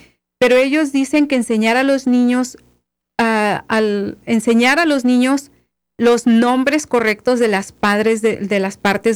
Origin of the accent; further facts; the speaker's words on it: Mexico; como estas cosas que regularmente nosotros como latinos o como mexicanos tendemos a hacerlos.